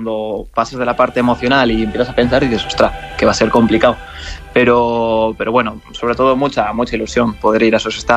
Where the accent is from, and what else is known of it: Spain